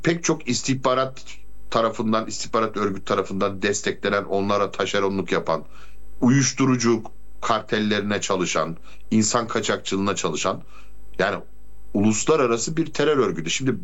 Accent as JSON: {"language": "Turkish", "region": "Malatya", "country": "Turkey", "tie": "born there", "moved": "yes", "said": "ben 90'lı yıllarda gençliğim, ben Malatya'da geçirdim. Üniversiteyi orada okudum, Doğu Anadolu'da."}